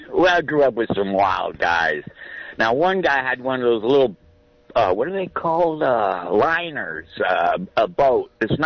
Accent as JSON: {"language": "English", "town": "Pacifica", "region": "California", "country": "United States", "tie": "born or raised there", "lives_now": "Santa Cruz, United States", "said": "I grew up in Pacifica"}